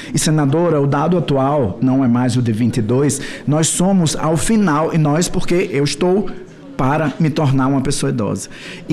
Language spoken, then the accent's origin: Portuguese; Northeast Region, Brazil; accent: Northeastern; sou nordestino com muito orgulho, né? Dá para perceber pelo sotaque